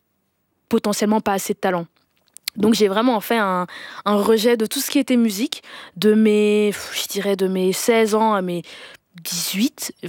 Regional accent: Denderleeuw, Flanders, Belgium; j'ai grandi en Belgique, et puis j'ai grandi dans une petite commune qui s'appelle Denderleu.

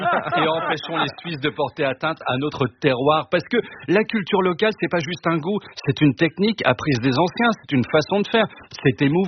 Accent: Brittany, France; Et moi, je viens de Bretagne, une partie de ma famille y vit encore.

